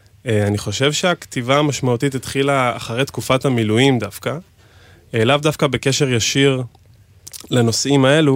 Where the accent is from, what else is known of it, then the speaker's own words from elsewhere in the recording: Binyamina, Haifa District, Israel; now in Tel Aviv, Israel; בן 24, כרגע מתל אביב, מוזיקאי. בשנה האחרונה עובד על אלבום ראשון שיצא לפני שבוע. במקור אני מבנימינה.